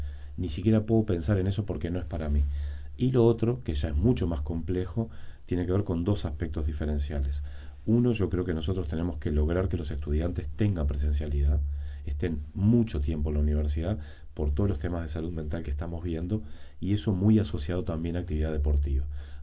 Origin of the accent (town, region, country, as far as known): Uruguay